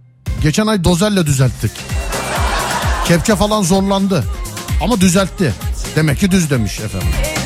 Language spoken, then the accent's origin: Turkish; Trabzon, Turkey; … ben Trabzonluyum.